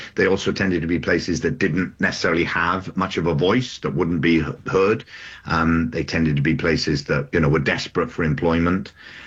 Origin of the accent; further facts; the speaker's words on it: Newport, Wales, United Kingdom; I was born in Newport in South Wales